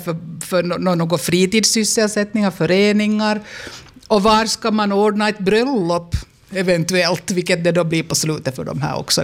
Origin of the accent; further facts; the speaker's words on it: Hanko, Uusimaa, Finland; also born or lived in Bromarv; now in Tenala, Finland; dit kom jag då sen att flytta med mina föräldrar. Så att jag är uppvuxen i Hange och har gått i skola där.